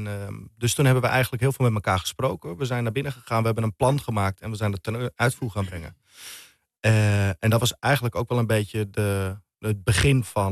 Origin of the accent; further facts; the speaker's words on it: Hoofddorp, North Holland, Netherlands; Ik ben geboren in Hoofddorp, dus ik heb ook op school gezeten in Hoofddorp.